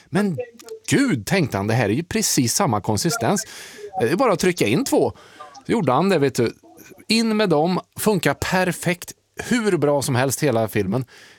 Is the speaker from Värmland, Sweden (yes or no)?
yes; Värmland, Sweden; Jag är ju värmlänning.